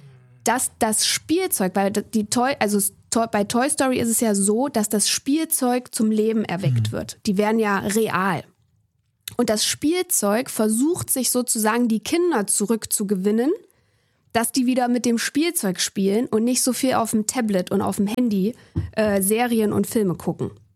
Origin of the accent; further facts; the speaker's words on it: Thuringia, Germany; born there; now in Berlin, Germany; Ich bin in Thüringen geboren und ziehe wieder zurück nach Thüringen. Das ist in der Mitte Deutschlands. Aber noch wohne ich in Berlin.